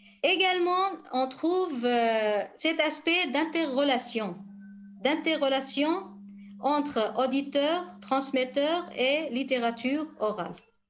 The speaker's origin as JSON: {"language": "French", "region": "Rojava", "country": "Syria", "said": "Ici, chez nous, au Rojava"}